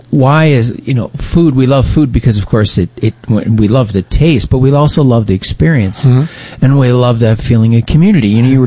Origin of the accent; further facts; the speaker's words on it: Buffalo, New York, United States; I'm from Buffalo.